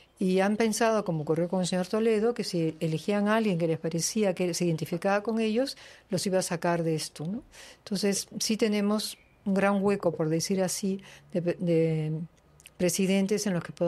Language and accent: Spanish; Peru; por lo menos en mi país